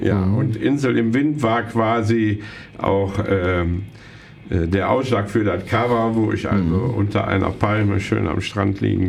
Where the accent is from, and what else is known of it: North Rhine-Westphalia, Germany